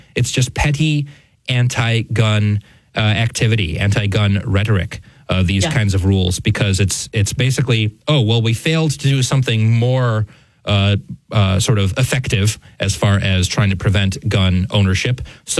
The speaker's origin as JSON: {"language": "English", "region": "New York", "country": "United States", "said": "And this ruling out of the People's Republic of New York, my home state, thankfully says"}